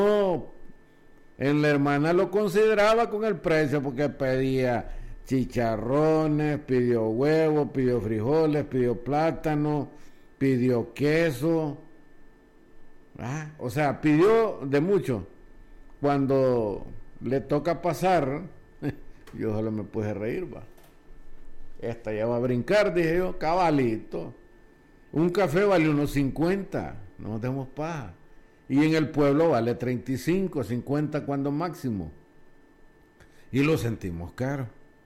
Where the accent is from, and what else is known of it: El Salvador